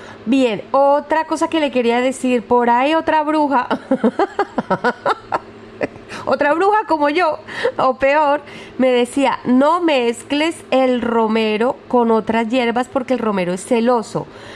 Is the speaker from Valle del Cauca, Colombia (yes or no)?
yes; Cali, Valle del Cauca, Colombia; yo vengo de Cali